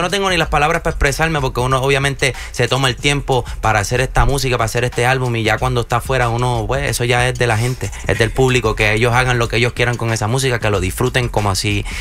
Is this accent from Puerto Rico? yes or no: yes; Puerto Rico; also born or lived in Philadelphia; Yo soy nacido en Filadelfia, pero yo soy boricua, papi, para que tú lo sepas. Yo hasta, aunque hubiese nacido en la luna, soy boricua 100%.